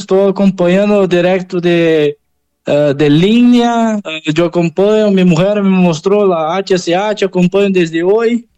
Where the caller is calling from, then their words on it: Rio Grande do Sul, Brazil; Spanish is a second language; brasileño.